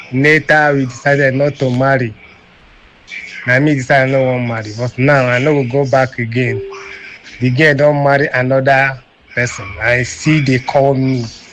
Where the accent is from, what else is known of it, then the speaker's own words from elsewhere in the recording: Bayelsa, Nigeria; from Bayelsa State.